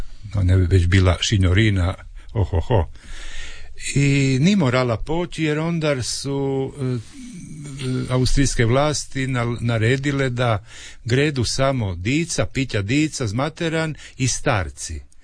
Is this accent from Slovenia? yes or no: no; Medulin, Istria County, Croatia